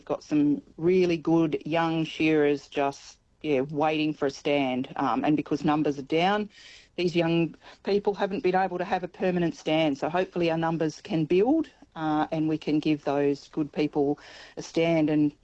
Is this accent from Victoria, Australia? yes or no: no; New South Wales, Australia; I'm actually from New South Wales, a big shearing town in New South Wales.